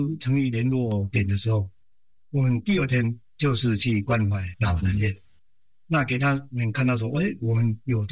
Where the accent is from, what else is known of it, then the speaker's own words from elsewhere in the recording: Taiwan; 可是因为我们台湾人知道是我们台湾有瓷器的